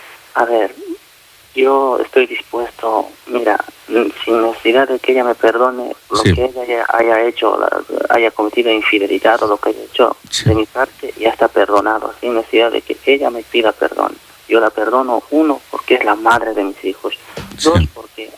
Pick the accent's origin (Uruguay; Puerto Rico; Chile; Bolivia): Bolivia; Yo soy de Bolivia.